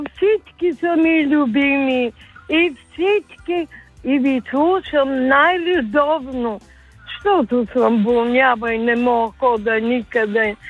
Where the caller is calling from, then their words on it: Montana, Montana Province, Bulgaria; От Монтана съм и искам да поздравя